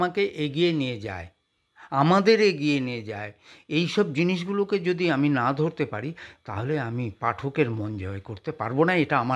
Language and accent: Bangla; our district, West Bengal, India; আমাদের সেই কুমারগঞ্জে যে ব্লকটা আছে আমাদের জেলার